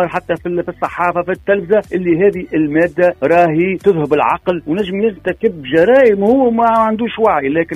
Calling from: Tunis, Tunis Governorate, Tunisia

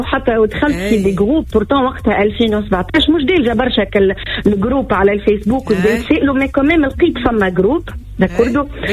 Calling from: Tunisia

